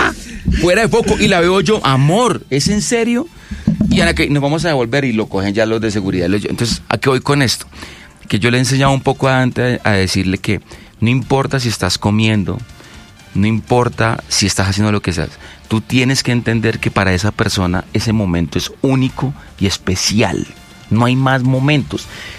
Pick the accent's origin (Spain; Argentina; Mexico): Mexico; Mexico City; Sí, yo soy de la Condesa, de la Roma, de esta gente, me aburrí.